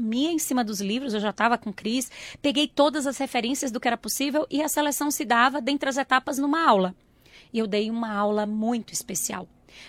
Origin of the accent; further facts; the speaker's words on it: João Dourado, Bahia, Brazil; moved away; also born or lived in Irecê; eu fui nascer na cidade próxima, porque a cidade da qual eu sou natural, ela não tinha maternidade. Então, eu sou natural de Irecê, mas a minha cidade é João Dourado. Ali, nós tínhamos uma condição de vida muito simples.